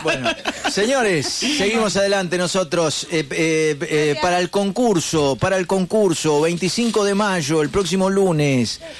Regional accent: Argentina; es argentino. Soy argentino por esto.

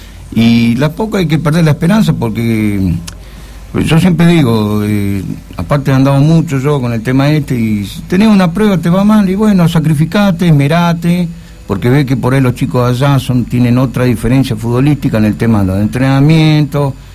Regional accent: General Roca, Río Negro, Argentina; soy de acá de Roca

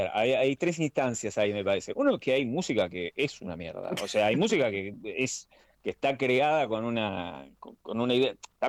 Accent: Buenos Aires Province, Argentina; Yo soy del conurbano de Zona

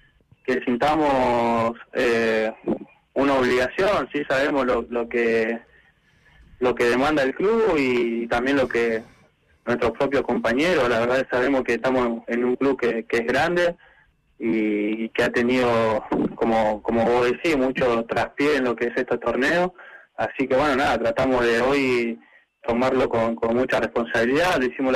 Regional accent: Quilmes, Buenos Aires Province, Argentina; born there; moved away as an adult; Yo de Buenos Aires, de Quilmes.

